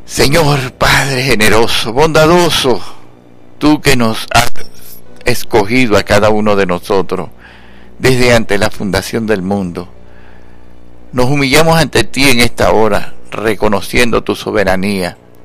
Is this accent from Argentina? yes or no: no; Venezuela; Por eso mi tierra, Venezuela, te pertenece.